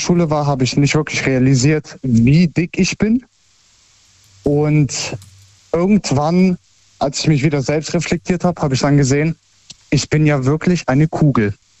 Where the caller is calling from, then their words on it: Herzogenaurach, Bavaria, Germany; Aus Bayern, aus Herzogenaurach.